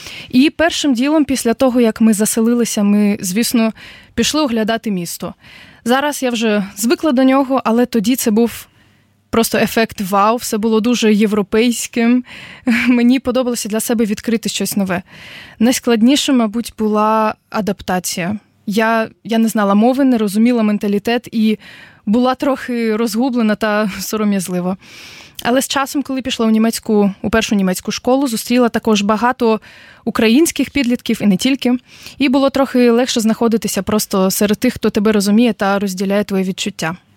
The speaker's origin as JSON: {"language": "Ukrainian", "town": "Odesa", "region": "Odesa Oblast", "country": "Ukraine", "tie": "born or raised there", "moved": "as an adult", "lives_now": "Germany", "said": "Я сама родом з України, з найчудовішого міста Одеси. До Німеччини ми переїхали з родиною одразу після початку повномасштабної війни у 2022 році."}